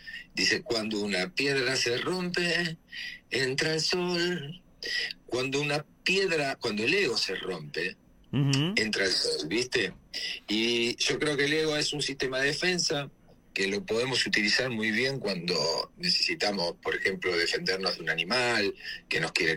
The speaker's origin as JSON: {"language": "Spanish", "country": "Argentina", "said": "si soy argentino."}